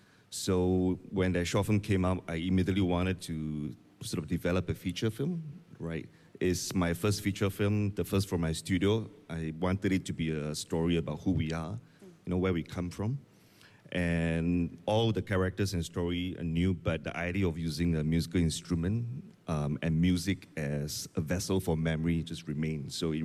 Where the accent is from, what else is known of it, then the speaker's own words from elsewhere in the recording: Singapore; I'm from Singapore.